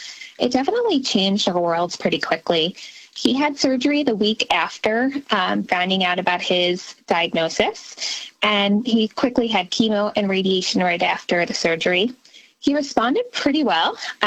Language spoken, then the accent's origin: English; Long Island, New York, United States; I'm from Long Island, and I'm a wife and a mom of three girls, and I live just very close to Jones Beach, where our walk will be held.